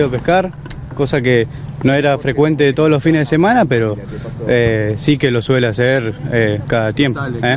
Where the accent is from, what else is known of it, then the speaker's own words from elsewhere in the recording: Plátanos, Buenos Aires, Argentina; Somos de acá de Plátanos.